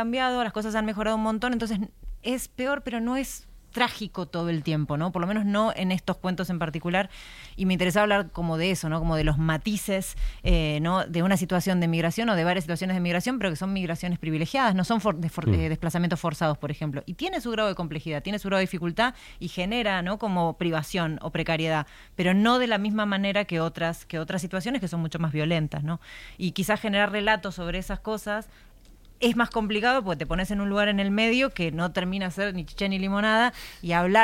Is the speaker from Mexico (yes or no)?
no; Argentina; Yo soy argentina y escribo cuento. así le decimos.